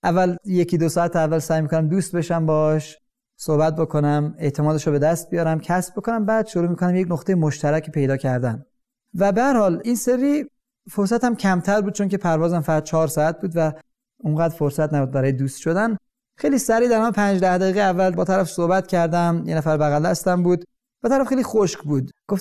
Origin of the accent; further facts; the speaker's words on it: Iran; moved away; منم ایرانی هستم